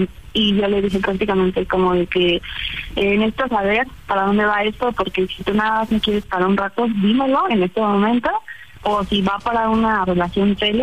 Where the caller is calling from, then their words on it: Mexico City, Mexico; Tengo 21 años y soy de la Ciudad de México.